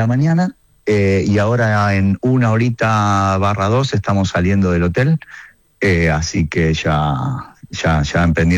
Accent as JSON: {"language": "Spanish", "country": "Argentina", "said": "nosotros la verdad que estamos acostumbrados como argentinos en todo a arreglarnos con lo que hay"}